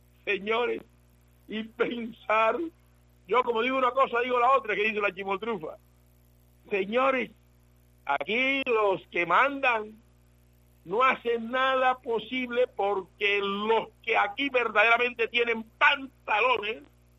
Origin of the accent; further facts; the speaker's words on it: San Basilio de Palenque, Bolívar, Colombia; born there; Yo nací en Palenque